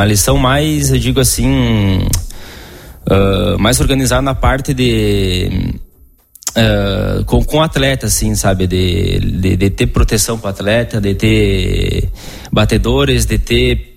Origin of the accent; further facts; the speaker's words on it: Brazil; Daí eu falei, não, eu sou brasileiro também, tal, era meu sonho fazer uma prova na Itália